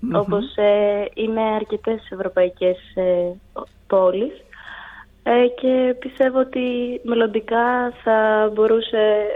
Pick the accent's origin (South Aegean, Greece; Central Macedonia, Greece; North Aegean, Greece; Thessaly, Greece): Thessaly, Greece; Volos; Εγώ ως μία 19χρονη έδωσα κάποιες ιδέες που θα ήθελα να δω διαφορά στην πόλη μου.